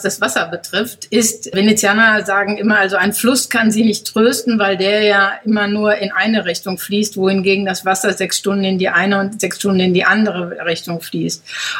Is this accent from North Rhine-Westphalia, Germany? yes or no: yes; North Rhine-Westphalia, Germany; moved away as an adult; now in Venice, Italy; Ich habe selbst in meiner Heimatstadt, also in der ich aufgewachsen bin, im Ruhrgebiet, mit 19 Jahren habe ich die verlassen.